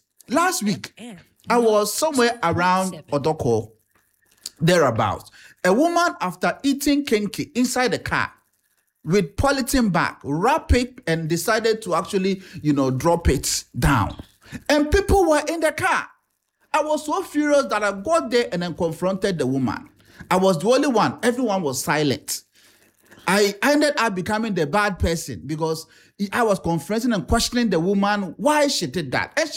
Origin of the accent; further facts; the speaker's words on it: Ghana; our attitude as Ghanaians